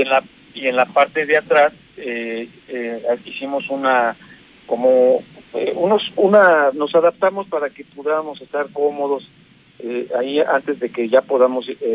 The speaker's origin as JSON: {"language": "Spanish", "country": "Mexico", "said": "lo que más debemos de hacer nosotros como mexicanos, ya no hablo como gobernados, yo creo que hablo ya como mexicanos"}